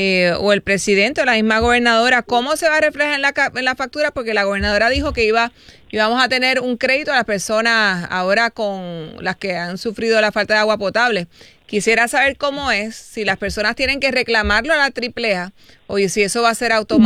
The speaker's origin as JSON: {"language": "Spanish", "town": "Arroyo", "country": "Puerto Rico", "tie": "born there", "said": "yo soy de Arroyo. Ahí la voy en patilla. Yo, de hecho, nací en Arroyo, en Lafayette."}